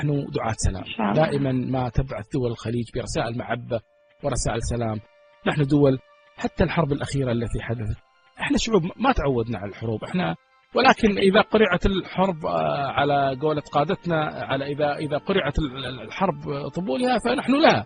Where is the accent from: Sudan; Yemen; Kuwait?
Kuwait; شاهدت الكويت وشاهدت بلدي الكويت